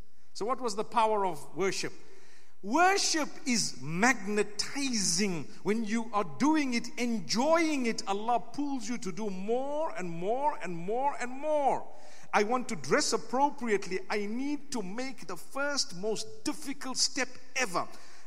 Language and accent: English; Zimbabwe; now in Cardiff, United Kingdom